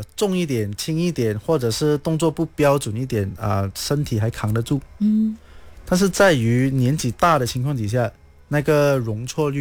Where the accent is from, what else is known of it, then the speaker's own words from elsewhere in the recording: Malaysia; 当然另外一点就是我们马来西亚人很多都是吃饭的嘛